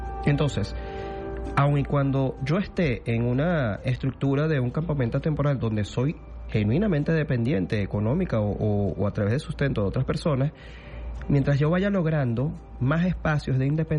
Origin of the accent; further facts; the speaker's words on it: Venezuela; Nosotros como sociedad venezolana somos dos cosas importantísimas.